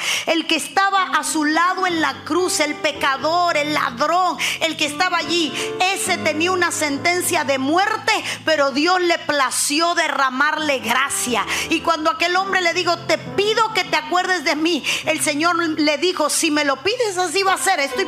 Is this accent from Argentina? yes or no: no; Cuba; moved away; Yo era de Vista Alegre.